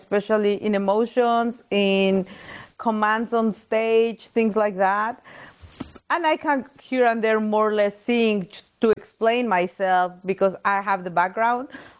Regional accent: Mexico City, Mexico; English is a second language; I was born in Mexico City. I'm originally from Mexico.

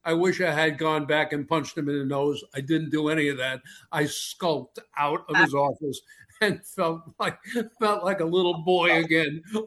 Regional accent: New York, United States; I'm a New Yorker

